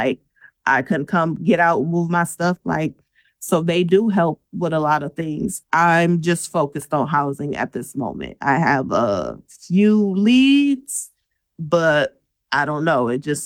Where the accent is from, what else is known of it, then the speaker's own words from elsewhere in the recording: Michigan, United States; also born or lived in Indiana; We were living in Indiana for like 3 years. We're from Michigan